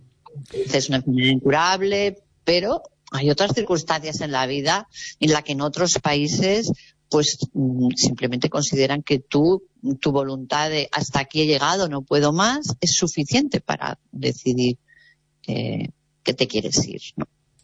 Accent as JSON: {"language": "Spanish", "town": "Madrid", "region": "Community of Madrid", "country": "Spain", "moved": "as an adult", "lives_now": "Galicia, Spain", "said": "yo soy madrileña, pero llevo aquí 16 años, que aquí en Galicia"}